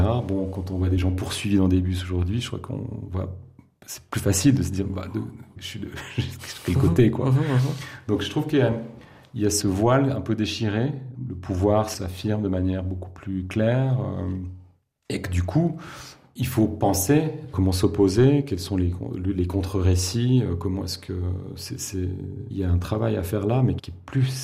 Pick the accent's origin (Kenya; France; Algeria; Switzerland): Switzerland; Oui, mais on est suisse et on ne pèse rien.